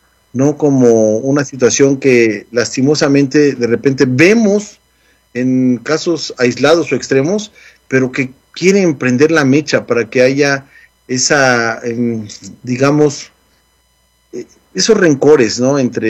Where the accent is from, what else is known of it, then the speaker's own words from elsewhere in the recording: Morelos, Mexico; moved away; en la población de donde soy nativo, Teutepec, Morelos